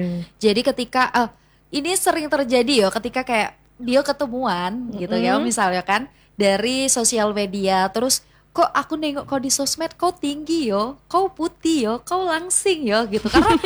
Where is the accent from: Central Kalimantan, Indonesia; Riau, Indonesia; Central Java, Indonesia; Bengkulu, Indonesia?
Bengkulu, Indonesia; kalau asli, memang asli orang Bengkulu Tengah